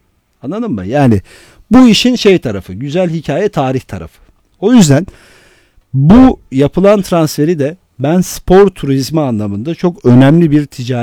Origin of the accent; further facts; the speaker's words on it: Artvin, Turkey; Ben de Artvinliyim. Ben de Karadenizliyim. Ben bilirim.